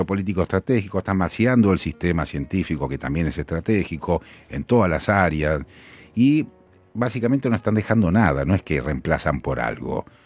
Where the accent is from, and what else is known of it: Argentina